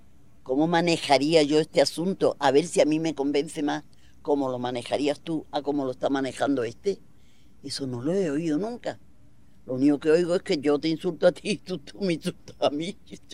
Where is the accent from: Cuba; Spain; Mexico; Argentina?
Spain; Los españoles en general